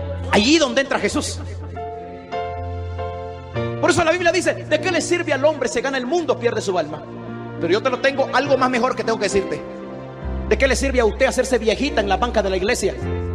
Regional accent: Nicaragua; Para los que no saben, soy nicaragüense

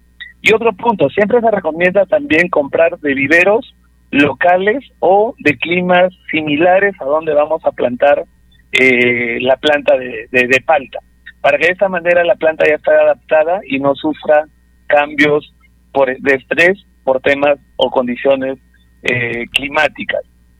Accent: Sinsicap, La Libertad, Peru; soy de San Ignacio, Sincicabo, Tuzco. Es más, hoy día estoy respondiendo desde San Ignacio

